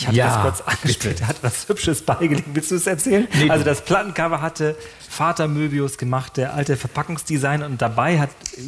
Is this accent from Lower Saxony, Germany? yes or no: no; Schleswig-Holstein, Germany; ich komme aus der Gegend da, ich komme wirklich da aus der Gegend, aus Nordfriesland. Das ist da echt einsam.